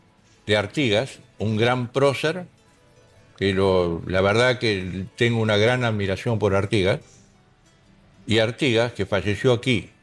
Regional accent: Argentina; Yo soy una persona, un argentino del interior, y los del interior tenemos un pensamiento muy común con ustedes.

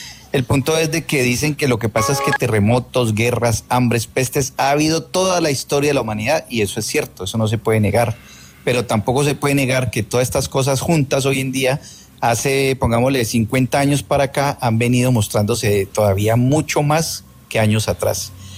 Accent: Cali, Valle del Cauca, Colombia; Yo soy de Cali, Te hablo desde Cali.

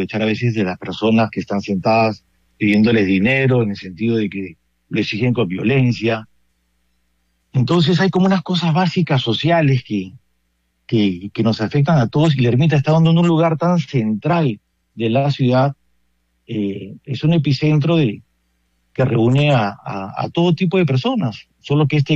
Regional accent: Colombia; Yo soy colombiano, padre, de corazón. Soy sacerdote diocesano.

